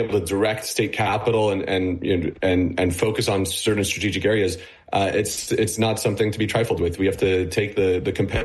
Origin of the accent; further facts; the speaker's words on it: United States; Well, you know, me personally, I'm an American, and so we, you know, my firm is investing along what we could describe as the U.S.-Israel corridor.